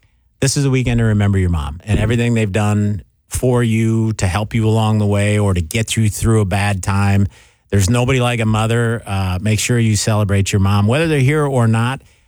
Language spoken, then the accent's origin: English; Superior, Wisconsin, United States; But Wednesday and Thursday, I was in my hometown of Superior. I drove by the old house.